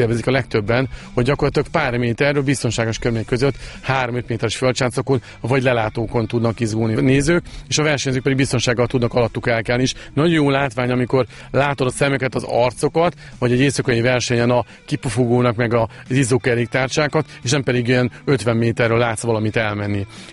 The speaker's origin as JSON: {"language": "Hungarian", "town": "Nyíregyháza", "region": "Szabolcs-Szatmár-Bereg", "country": "Hungary", "said": "Nyíregyháziként ugye ott nem volt jelen nagyon az a sport"}